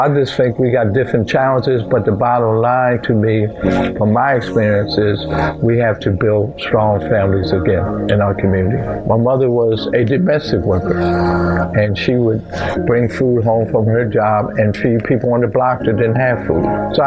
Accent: Philadelphia, Pennsylvania, United States; I was born in Philadelphia in 1946. I grew up in a neighborhood on a block where every house there was a father and mother that lived in that house.

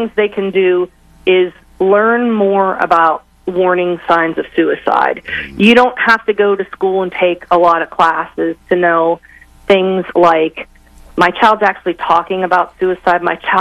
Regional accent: Pittsburgh, Pennsylvania, United States; I'm from Pittsburgh

